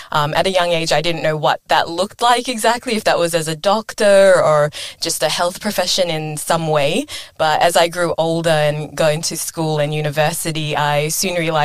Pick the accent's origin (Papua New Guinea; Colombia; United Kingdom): Papua New Guinea; now in Townsville, Australia; growing up in Papua New Guinea